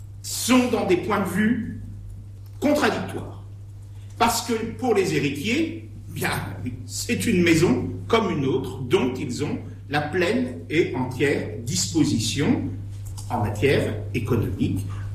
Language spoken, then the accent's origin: French; Digoin, Bourgogne-Franche-Comté, France; Et je ne dis pas ça parce que je suis originaire de Digoin, quoique.